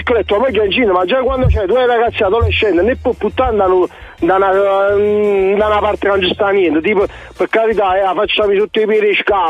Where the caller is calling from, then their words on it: Naples, Campania, Italy; da Napoli.